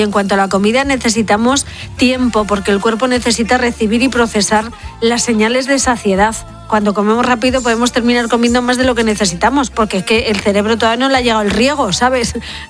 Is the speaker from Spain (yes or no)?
yes; Spain; es verdad que los españoles somos los europeos que menos tiempo dedicamos al almuerzo durante nuestra jornada laboral.